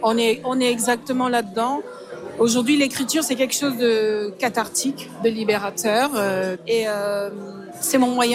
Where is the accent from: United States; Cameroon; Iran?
Cameroon; Moi, je viens du Cameroun, je suis d'originaire Cameroun.